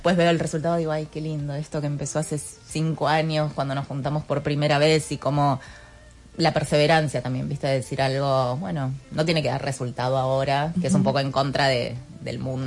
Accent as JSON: {"language": "Spanish", "country": "Argentina", "tie": "born or raised there", "said": "Yo soy full argentina, nací acá, me crié acá toda mi vida. Mis papás también nacieron acá. Y mis abuelos son japoneses."}